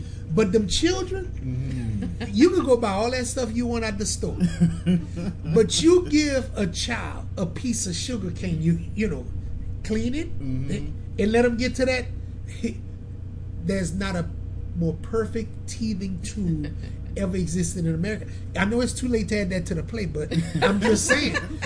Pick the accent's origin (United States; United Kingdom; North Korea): United States; Lafayette, Louisiana; I'm from Lafayette. We don't grow sugar cane here.